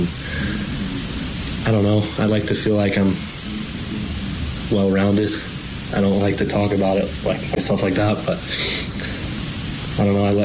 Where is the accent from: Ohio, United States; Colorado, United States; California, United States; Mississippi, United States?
Mississippi, United States; Oxford; also born or lived in Senatobia, Mississippi; I'm from Oxford. I went to high school in Senatobia, Mississippi. I'm from Oxford, Mississippi.